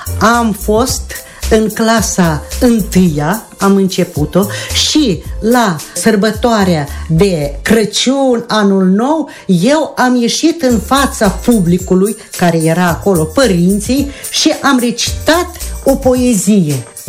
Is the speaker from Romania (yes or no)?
no; Chetrosu, Drochia District, Moldova; born there; also born or lived in Kurgan, Siberia, Russia; la sora locuiam ca să însușesc limba română. Și de acum în clasa 5 am fost în satul meu de baștină, Chetrosu, raionul Drochia.